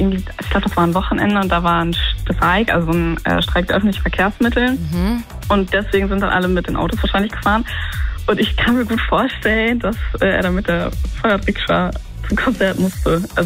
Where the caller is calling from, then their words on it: Bottrop, North Rhine-Westphalia, Germany; Ich komme aus Bottrop.